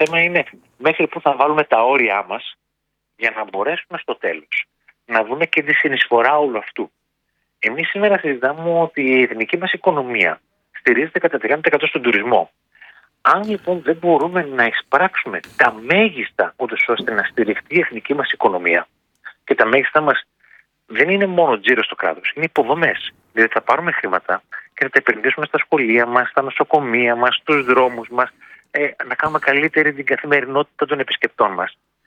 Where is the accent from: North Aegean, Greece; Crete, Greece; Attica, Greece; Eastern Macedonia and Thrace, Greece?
Eastern Macedonia and Thrace, Greece; Drama; Εγώ είμαι από τη Δράμα